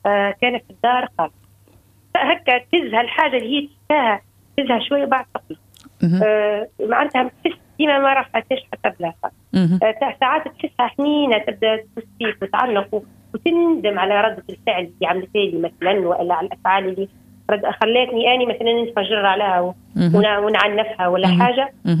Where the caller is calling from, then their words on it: Mahdia, Mahdia Governorate, Tunisia; من المهدية.